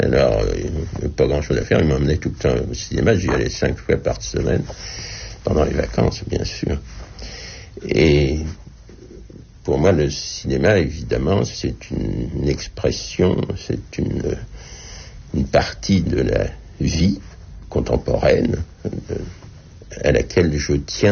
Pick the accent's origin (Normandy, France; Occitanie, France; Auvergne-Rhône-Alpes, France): Normandy, France; Le Havre; même des personnages sont plus ou moins ressemblants à des personnages que j'ai connus dans mon enfance au Havre.